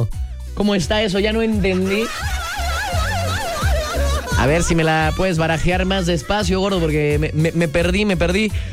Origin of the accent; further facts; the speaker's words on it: Veracruz, Mexico; porque somos jarocho.